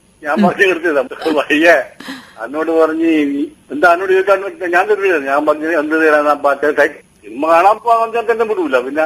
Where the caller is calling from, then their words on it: Kerala, India; ഞാൻ വമ്പടിയിൽ നിന്നാണോ?